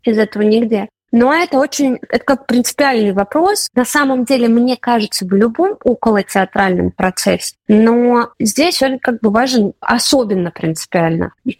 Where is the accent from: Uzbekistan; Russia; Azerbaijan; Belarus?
Russia; Moscow; also born or lived in Saint Petersburg; мы росли в Москве и Петербурге, там нет как бы культуры этой вообще.